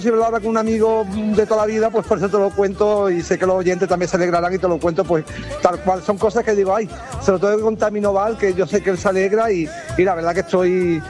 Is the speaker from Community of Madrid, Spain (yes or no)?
no; Belén, Andalusia, Spain; el ayuntamiento de mi pueblo, de Belén, Málaga